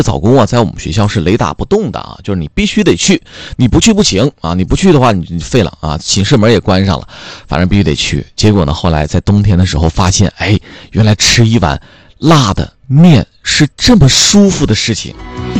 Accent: Northeast China, China; moved away as an adult; also born or lived in Chengdu; 因为从小在东北长大，东北的早餐一般都是喝粥啊

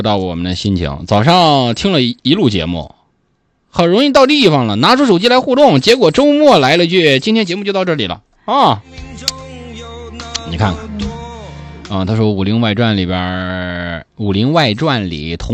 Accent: Jining, Shandong, China; born there; 李白在我们老家呀，在济宁留下了诗作有近80首

